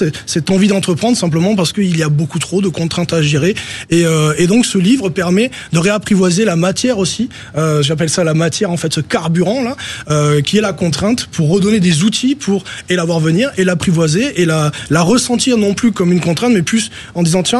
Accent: France

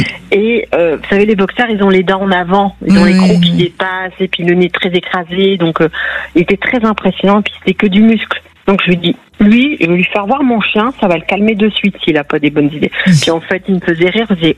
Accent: the north of France, France; moi je suis native du nord de la France.

